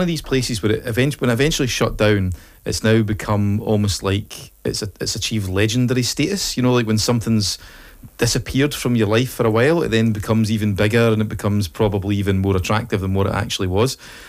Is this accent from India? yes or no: no; Falkirk, Scotland, United Kingdom; So obviously I'm originally from Falkirk, and there was a famous nightclub in Falkirk called Rosie O'Grady's.